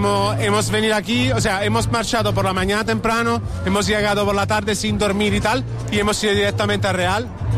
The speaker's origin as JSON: {"language": "Spanish", "country": "Italy", "second_language": "Spanish", "said": "por eso nos quedamos súper bien nosotros que somos italianos también."}